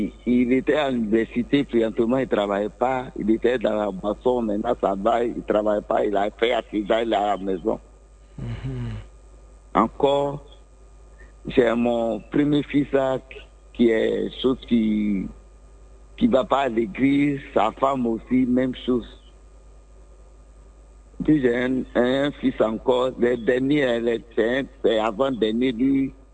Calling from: Abidjan, Côte d’Ivoire; Moi, j'appelle de Yopougon, zone, à la zone.

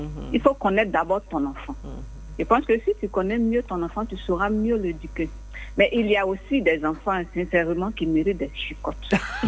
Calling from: Abidjan, Côte d’Ivoire; J'appelle de Yopougo.

